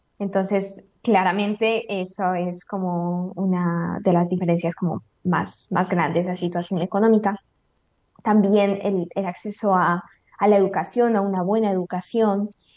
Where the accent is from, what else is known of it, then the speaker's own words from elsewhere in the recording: Lima, Peru; moved away as an adult; now in Spain; yo vengo de Lima